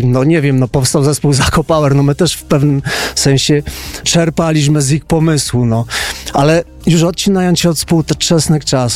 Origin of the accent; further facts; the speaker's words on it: Lesser Poland, Poland; tam u nas na Podhalu